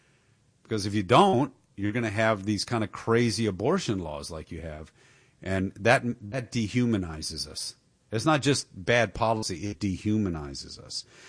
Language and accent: English; Michigan, United States; moved away; I think that's happening in my home state. My original home state. I don't live there now, obviously. But Michigan.